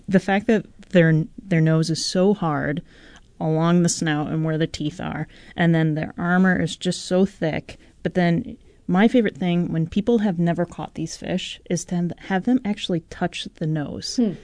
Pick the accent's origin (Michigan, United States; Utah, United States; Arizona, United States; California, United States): Michigan, United States; So I grew up in Michigan. I was fishing with my dad and brother on the west side of the state